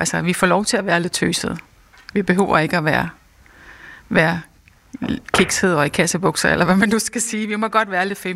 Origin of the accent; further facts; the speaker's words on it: Zealand, Denmark; på Sjælland, hvor jeg kommer fra.